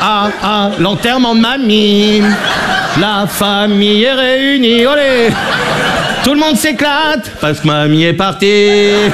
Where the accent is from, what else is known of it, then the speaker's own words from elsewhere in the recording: Brittany, France; je suis breton, j'ai 20 ans.